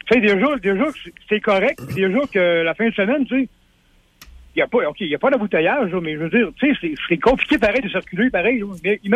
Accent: Lac-Saint-Charles, Quebec, Canada; Tu sais, dans le fond, moi, je suis un natif du Lac-Saint-Charles.

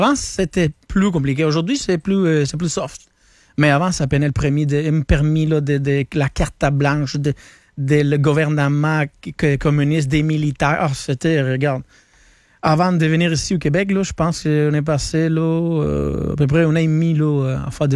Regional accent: Cuba; moved away as an adult; J'ai quitté Cuba en 2014. À peu près 30 ans, là. 30, 31 ans, là. J'ai vécu là-bas.

